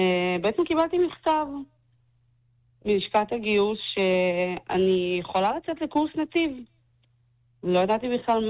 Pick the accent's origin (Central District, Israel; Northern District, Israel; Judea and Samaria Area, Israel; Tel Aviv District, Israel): Tel Aviv District, Israel; Holon; also born or lived in Berdychiv, Ukraine; נולדתי שם, עליתי לפה בגיל חצי שנה לארץ. ההורים שלי גם נולדו שם, חיו שם חיים שלמים עד שהגיעו לפה. וגדלתי פה בחולון, גדלתי בסביבה